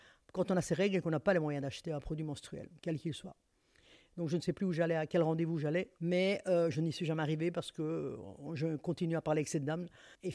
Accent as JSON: {"language": "French", "region": "Brussels", "country": "Belgium", "said": "j'ai vraiment cherché ce qui se faisait chez nous, donc à Bruxelles, chez nous en Belgique"}